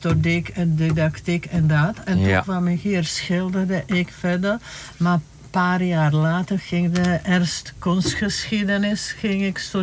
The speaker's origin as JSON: {"language": "Dutch", "town": "Teplice", "region": "Ústí nad Labem Region", "country": "Czechia", "second_language": "Dutch", "said": "Ik kom uit Teplice-Zenau. Dat is net over de grenzen waar vroeger Oost-Duitsland heel dichtbij bij Dresden."}